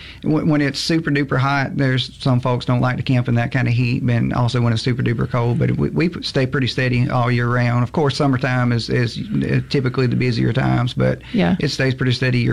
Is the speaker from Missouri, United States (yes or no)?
no; Jones County, Mississippi, United States; moved away as an adult; now in Jackson, United States; I grew up in Jones County, a little bit further away from the park that I'm in now.